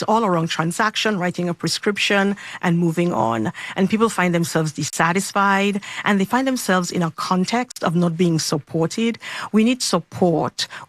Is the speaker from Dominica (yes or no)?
yes; Dominica; born or raised there